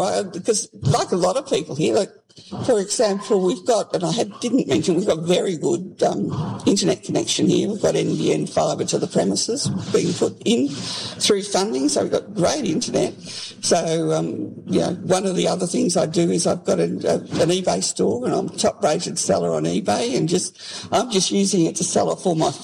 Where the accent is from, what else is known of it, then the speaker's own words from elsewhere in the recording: Melbourne, Victoria, Australia; moved away as an adult; now in Surat, Australia; I'm not a country person originally, born and bred in St Kilda.